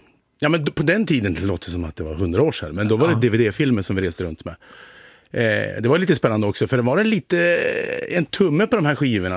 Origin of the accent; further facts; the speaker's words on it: Alfta, Gävleborg County, Sweden; also born or lived in Bollnäs / Söderhamn; now in Gävle, Sweden; vi är ju från Alfta. Kristian och jag, Alftabyn. Sen blev det småstaden Bollnäs. Sen flyttade vi ännu längre ut mot småstaden Söderhamn. Min kollega Olle är kvar i Hälsingland, men jag flyttade hit till Gävle.